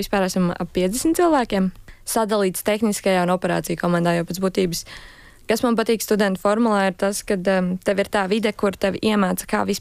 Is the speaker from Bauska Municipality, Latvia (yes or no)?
yes; Bauska Municipality, Latvia; sanāca tā arī uzaugts, arī esmu no Bauskas puses.